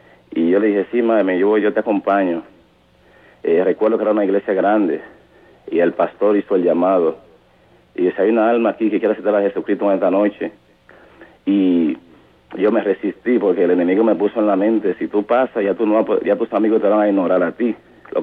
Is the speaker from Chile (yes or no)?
no; Dominican Republic; also born or lived in New York City; now in United States; Yo vengo de la República Dominicana y viví unos 10 años en la ciudad de Nueva York.